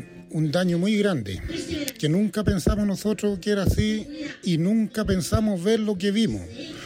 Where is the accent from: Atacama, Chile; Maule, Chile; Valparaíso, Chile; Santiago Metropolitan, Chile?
Maule, Chile; Curicó